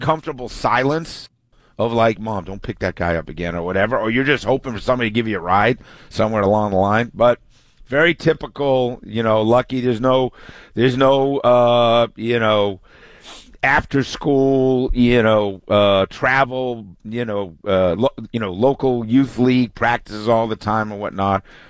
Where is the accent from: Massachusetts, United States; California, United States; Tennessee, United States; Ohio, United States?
Massachusetts, United States; Newton; I grew up in Newton Center. So, Newton Center. You know, kind of a sleepy, sleepy suburb about, 20 minutes from downtown Boston. Typical kind of, you know, northeast suburban, great public schools.